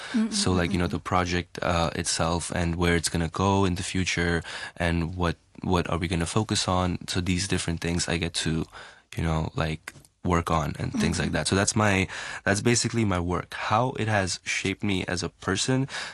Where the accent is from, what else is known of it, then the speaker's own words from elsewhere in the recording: Hong Kong; I'm Hong Konger, I'm not Indian